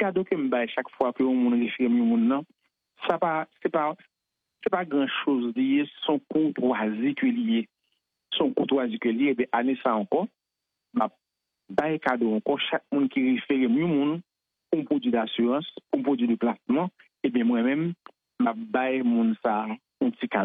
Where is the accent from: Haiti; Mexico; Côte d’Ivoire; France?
Haiti; now in Canada; En tant que haïtien, comme ta représenter nous parmi les meilleurs conseillers financiers du Québec.